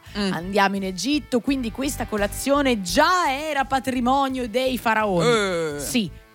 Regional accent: Lombardy, Italy; dalle nostre parti della Valtellina

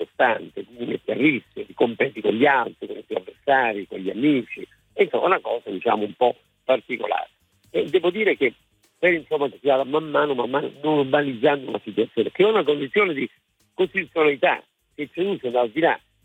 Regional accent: Naples, Campania, Italy; io che sono napoletano

